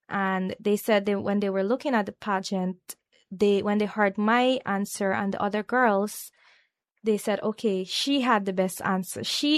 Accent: St. Cuthbert's Mission, Demerara-Mahaica, Guyana; We're from St. Cuthbert's Mission.

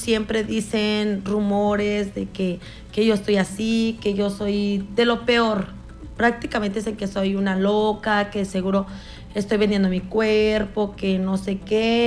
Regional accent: Fresnillo, Zacatecas, Mexico; De Fresnillo, Zacatecas. Okay. Entonces, acá no tengo mamá, papá ni hermanos.

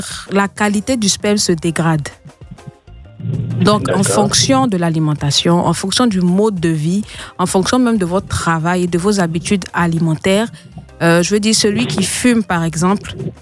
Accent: Côte d’Ivoire; je dis chez nous, les Africains

